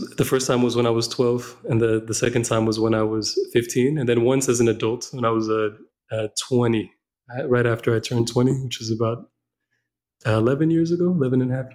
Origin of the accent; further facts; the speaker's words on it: Las Vegas, Nevada, United States; And where I grew up in Vegas, it was very different. But but on the other hand, it was very clean and very new. The city was like settled, I think, or incorporated in like the early 1900s.